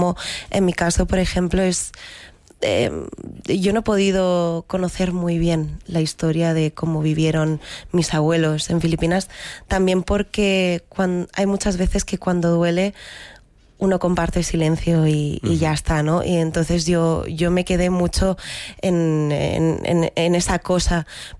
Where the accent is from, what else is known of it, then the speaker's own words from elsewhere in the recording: Barcelona, Catalonia, Spain; yo he crecido aquí, yo crecí en Barcelona